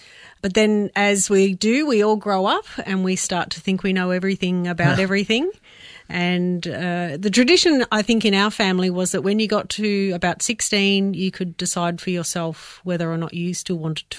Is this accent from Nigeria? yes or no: no; Adelaide, South Australia, Australia; also born or lived in Melbourne; I was born in Melbourne, but we moved to Adelaide when I was about five for my dad's work.